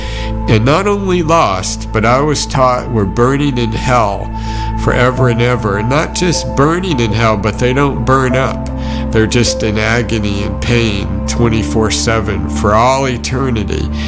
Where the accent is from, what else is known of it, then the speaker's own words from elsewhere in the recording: Massachusetts, United States; born there; I was born in Massachusetts and went to nursing school in Massachusetts